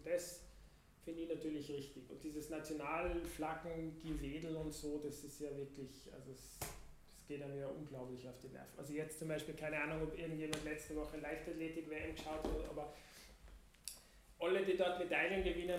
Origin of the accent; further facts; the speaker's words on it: Austria; sage ich jetzt als Österreicher